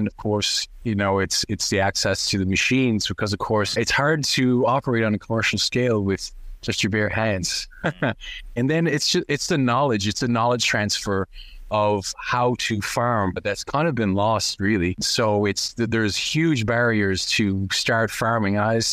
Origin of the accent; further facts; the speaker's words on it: Kilbride, Newfoundland and Labrador, Canada; What you might not have known about me is I grew up in Kilbride and the Goulds, of course, which are historically very important farming areas.